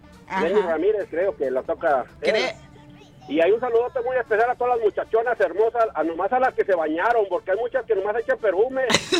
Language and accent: Spanish; Guatemala; born there; Y arriba Guatemala, que ahí está mi tierra de nacimiento. Ahí nací cuando me